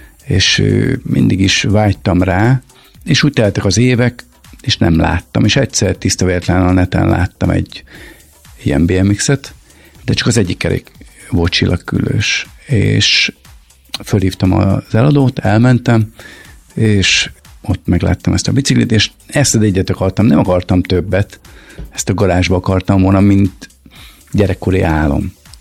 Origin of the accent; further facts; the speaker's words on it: Nagykőrös, Pest, Hungary; lakótelepen nőttem fel, ott Nagykörösön